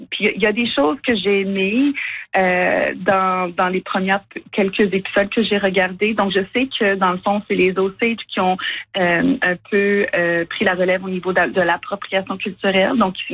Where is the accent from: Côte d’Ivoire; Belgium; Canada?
Canada; Quebec; je suis membre de la Nation Wendat et puis mon père, il est métis de Saskatchewan. Alors, j'ai plusieurs identités, donc interpersonnalités autochtones